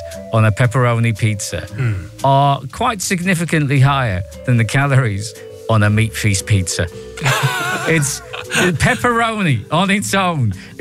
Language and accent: English; Liverpool, North West England, United Kingdom; 36. I'm 49. Growing up in Liverpool in the 80s, it just wasn't something we did.